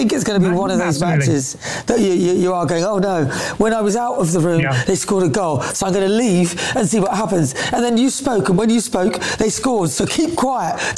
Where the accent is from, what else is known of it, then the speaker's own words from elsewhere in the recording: Newcastle upon Tyne, North East England, United Kingdom; born there; I was born in Newcastle, but my parents are from Ghana.